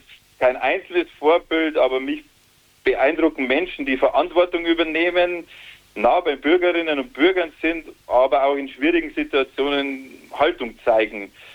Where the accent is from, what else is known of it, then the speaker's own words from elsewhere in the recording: Nabburg, Bavaria, Germany; now in Rottal-Inn district, Germany; Geografisch bin ich ja ein Oberpfälzer, Niederbayer, fühle mich in Rott und Kolbach aber zu Hause und pflege aber auch weiterhin meine Wurzeln in die Nappburger Heimat, wo meine Eltern und mein Bruder wohnt.